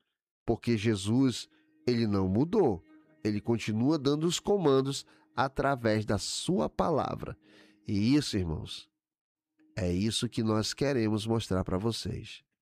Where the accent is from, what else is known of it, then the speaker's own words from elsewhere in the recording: Dom Pedro, Amazonas, Brazil; Eu fui criado aí no Dom Pedro, meus irmãos. Morei um certo tempo aí.